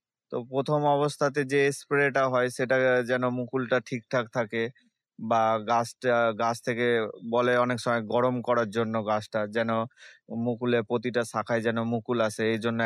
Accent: Malda, West Bengal, India; আমার বাড়ি মালদার সাহাপুর নিত্যানন্দপুর এরিয়াতে।

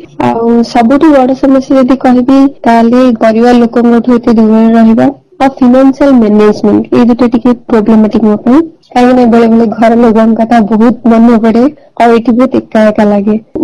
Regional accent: Bhadrak, Odisha, India; ମୋ ଘର ଭଦ୍ରକରେ, ମୁଁ ଏଠି ଜୟପୁର ରହି ବିଏଡ୍ କରୁଛି।

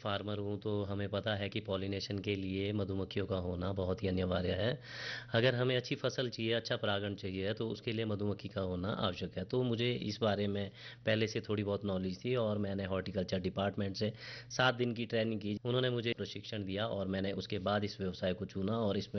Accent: Rohru, Himachal Pradesh, India; और मैं रोहड़ू का रहने वाला हूँ

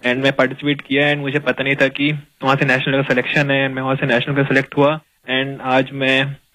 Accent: Chhattisgarh, India; also born or lived in Odisha; And मैं छत्तीसगढ़ से belong करता हूँ सर। एंड अभी मैं उड़ीसा से खेलता हूँ।

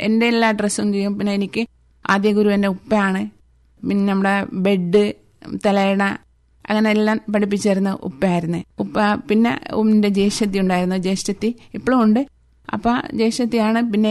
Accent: Androth, Lakshadweep, India; ഞാൻ ആന്ധ്രോത്തിൽ നിന്നാണ് വരുന്നത്.

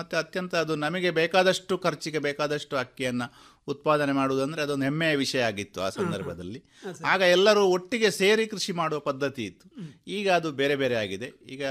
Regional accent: Punacha, Karnataka, India; also born or lived in Sajipa Mooda / Puttur; 61ನೇ ಇಸವಿಯಲ್ಲಿ ನಾನು ಹುಟ್ಟಿದ್ದು ಬಂಟ್ವಾಳ ತಾಲೂಕಿನ ಪುಣಚ ಗ್ರಾಮದಲ್ಲಿ. ತಂದೆ ತಾಯಿ ಇಬ್ಬರು ಕೂಡ ಕೃಷಿಕರು. ನಾವು 5 ಜನ ಮಕ್ಕಳು

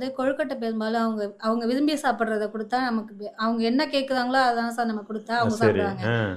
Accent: Tamil Nadu, India; moved away as an adult; now in Nallambal, India; சொந்த ஊர் வந்து நாச்சார் கோயில் பக்கம் சர்க்குனேஸ்வரபுரம்

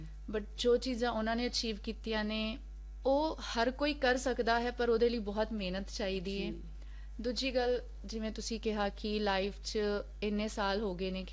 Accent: Haryana, India; ਹੁਣ ਜਿਵੇਂ ਮੈਂ ਹਰਿਆਣਾ ਤੋਂ ਹਾਂ

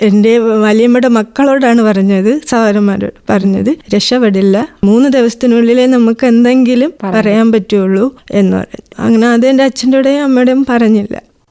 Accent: Attingal, Kerala, India; moved away as an adult; now in Perumkadavila, India; സ്വദേശം ആറ്റിങ്ങൽ. വിവാഹം ചെയ്തുകൊണ്ട് വന്നത് പെരുക്കട.

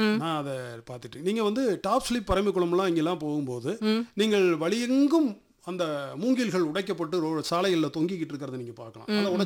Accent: Palani, Tamil Nadu, India; also born or lived in Pollachi / Madurai; எனக்கு பழனி தெரியும், நான் என்னுடைய சொந்த ஊர் பழனி, பிறந்து வளர்ந்தது படித்தது எல்லாம்.

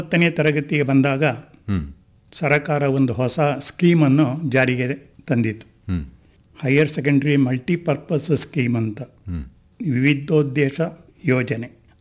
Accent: Bhagamandala, Karnataka, India; also born or lived in Cherambane / Madikeri; ನಾನು 1944 April 24 ಮಡಿಕೇರಿ ತಾಲೂಕು ಭಾಗಮಂಡಲ ಹೋಬಳಿ ಬೆಂಗೂರು ಗ್ರಾಮದ … 7ನೆಯ ಮಗನಾಗಿ ಜನಿಸಿದೆ. ಒಟ್ಟಿಗೆ 8 ಮಕ್ಕಳು, ಒಬ್ಬರು ಸಹೋದರಿ. ನಾನು 8ನೆಯವನು ಆ ಲೆಕ್ಕದಲ್ಲಿ. ನನ್ನ ಬಾಲ್ಯ ವಿದ್ಯಾಭ್ಯಾಸವೆಲ್ಲ ಕೊಟ್ಟೂರು ಮತ್ತು ಚೇರಮಾಣಿಯಲ್ಲಿ.

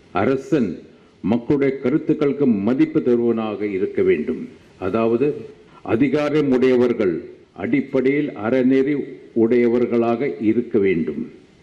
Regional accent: Tamil Nadu, India; now in Puducherry, India; நான் தமிழ்நாட்டில் படித்து வளர்ந்தவன்

